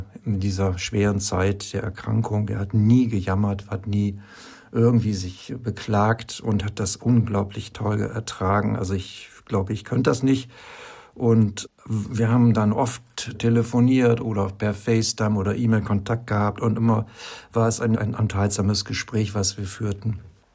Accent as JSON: {"language": "German", "town": "Oldenburg", "region": "Lower Saxony", "country": "Germany", "tie": "born or raised there", "said": "Und ich bin mit meinem Auto Richtung Hamburg, hier aus meiner Heimatstadt Oldenburg, gefahren."}